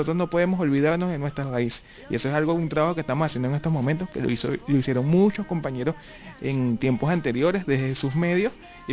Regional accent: Venezuela; somos latinoamericanos, que somos venezolanos

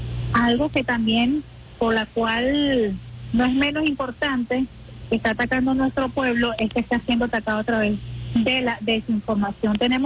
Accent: Venezuela; las medidas que nosotros, pues como venezolanos debemos tomar

